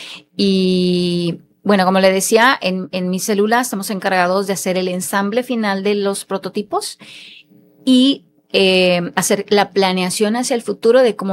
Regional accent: Tampico, Tamaulipas, Mexico; moved away as an adult; also born or lived in Paraíso, Tabasco / Comalcalco, Tabasco; now in Villahermosa, Mexico; hija adoptada de Tabasco, ya llevo aquí más de 20 años. Originalmente soy de Tampico, Tamaulipas.

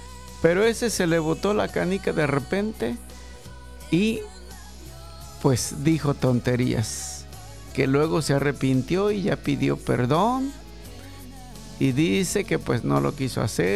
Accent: Mexico; los mexicanos tenemos un detalle

